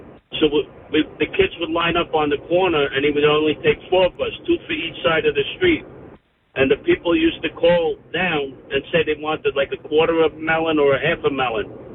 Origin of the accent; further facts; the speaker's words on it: New York City, New York, United States; now in Flemington, United States; I grew up in New York City.